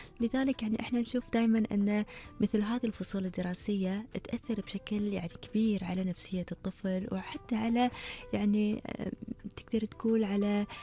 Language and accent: Arabic; Kuwait; من أجمل الصور اللي هو أبهى صور التطوع عندنا بالكويت